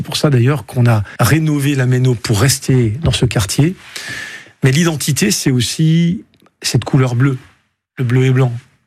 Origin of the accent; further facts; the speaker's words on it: Grand Est, France; Pour moi, en tant qu'Alsacien et supporter du Racing depuis que j'ai 5-6 ans, c'est l'histoire d'un club qui a un parcours formidable.